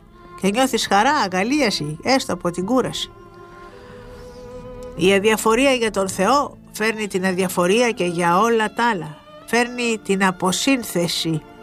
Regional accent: Pharasa, Kayseri Province, Turkey; Παλιά στην πατρίδα μου στα Φάρασα έλεγαν

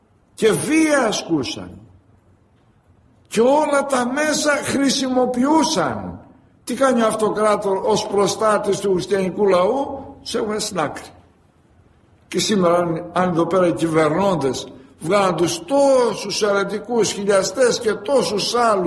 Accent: Greece; Εγώ παπάς είμαι, αλλά στενοχωρούμε αυτά. Στενοχωρούμε αυτά. Γιατί είμαστε πατριώτες, είμαστε Έλληνες, είμαστε Ορθόδοξοι, έχουμε πατρίδα, έχουμε κράτος.

